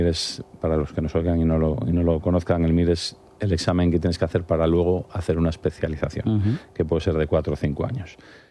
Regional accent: Valladolid, Castile and León, Spain; now in Madrid, Spain; Es verdad, yo soy un madrileño de Valladolid.

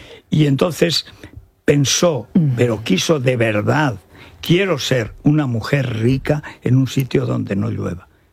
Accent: Teruel, Aragon, Spain; Pero claro, yo vengo de Teruel y estoy muy maleado.

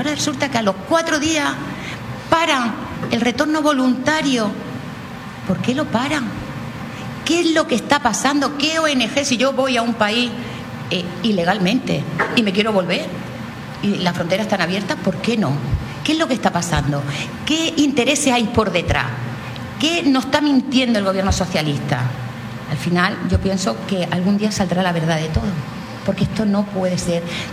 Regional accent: Spain; Entonces, Melilla y Ceuta es un territorio español, y como española que soy, lo siento mucho, tenemos que defender nuestro territorio.

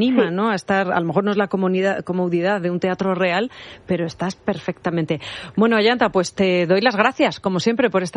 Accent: Community of Madrid, Spain; also born or lived in Sotillo de La Adrada; aquí ya saben que me siento especialmente identificada porque es mi pueblo. Todos los madrileños tenemos un pueblo, pues el mío es Sotillo de La Adrada

